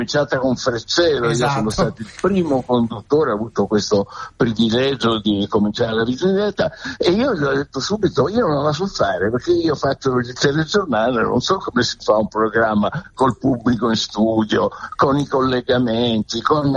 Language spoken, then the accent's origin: Italian; Catania, Sicily, Italy; Io sono catanese, ci sono tanti luoghi comuni